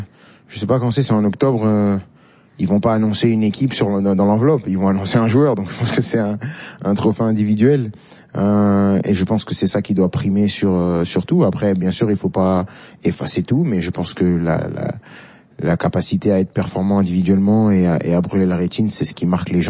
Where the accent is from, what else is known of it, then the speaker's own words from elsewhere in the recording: France; je suis né en France et j'ai tout fait en France